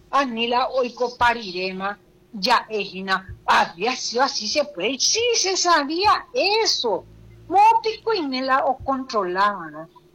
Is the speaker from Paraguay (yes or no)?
yes; Paraguay; Como mamá, como paraguaya.